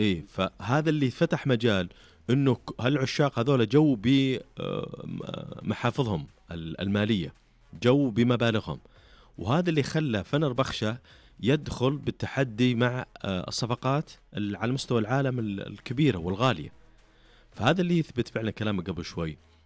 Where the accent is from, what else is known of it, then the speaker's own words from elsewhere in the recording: Saudi Arabia; عندنا في السعودية